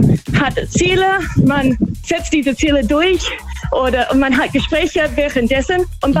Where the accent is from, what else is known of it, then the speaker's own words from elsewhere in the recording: Australia; German is a second language; Nee, eigentlich nicht. Ich komme aus Australien.